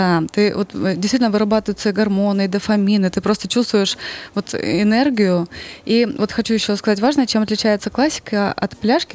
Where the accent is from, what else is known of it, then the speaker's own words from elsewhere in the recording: Starodub, Bryansk Oblast, Russia; из Стародуба.